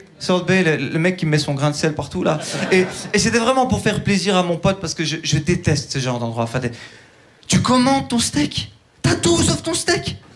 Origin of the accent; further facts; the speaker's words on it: Turkey; Non, sérieusement, ouais, non, je suis turc, mais je sais pas si vous l'aviez deviné comme ça.